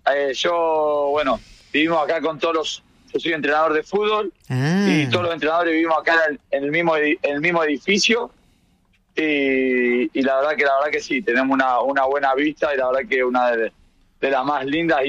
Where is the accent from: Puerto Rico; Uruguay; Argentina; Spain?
Argentina; moved away; Y yo les cuento a ellos que en mi país el fútbol es más importante que la política y que la religión.